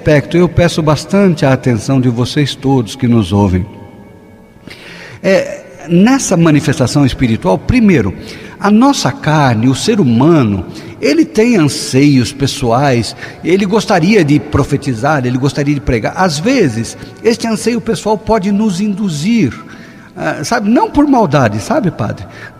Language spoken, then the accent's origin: Portuguese; Paraíso do Norte, Paraná, Brazil; Eu sou lá de Paraíso do Norte.